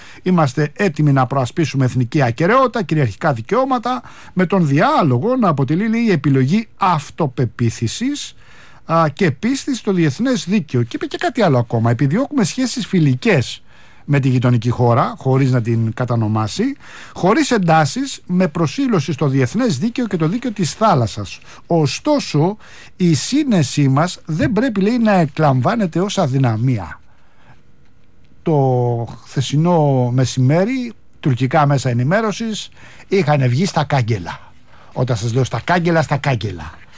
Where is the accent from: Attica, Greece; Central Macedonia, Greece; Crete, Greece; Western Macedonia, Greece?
Attica, Greece; Rafina; έχουμε, λέει, ζητηματάκια μπόλικα αναφορικά με την πατρίδα μου στη Ραφίνα.